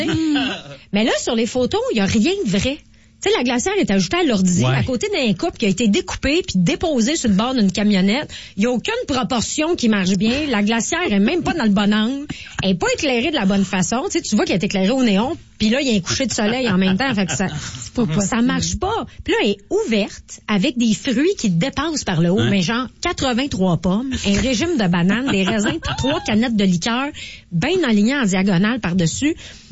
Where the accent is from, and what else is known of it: Montreal, Quebec, Canada